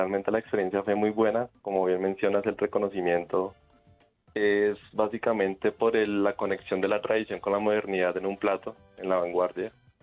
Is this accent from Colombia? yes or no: yes; Colombia